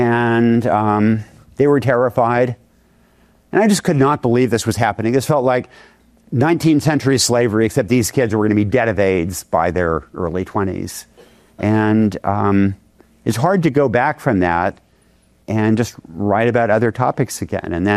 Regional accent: Yamhill, Oregon, United States; I would come home to try to heal on the family farm that I grew up on in Oregon. And I always thought of it as God's country, right where the Willamette Valley goes into the coastal range. Beautiful place. My little hometown of Yamhill is population about 1,000 on a good day.

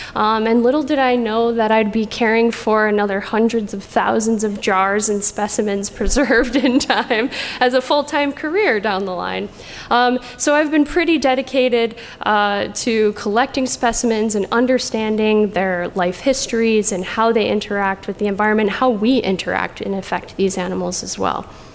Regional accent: Chicago, Illinois, United States; I grew up in Chicago, and you can see me there at the age of 4 or 5 when I knew I would wear glasses.

